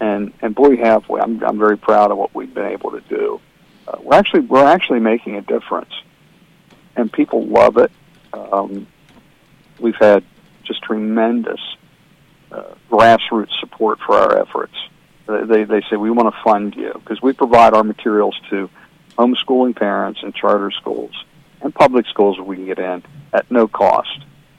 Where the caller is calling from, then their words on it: Apollo Beach, Florida, United States; And I'm calling you from Apollo Beac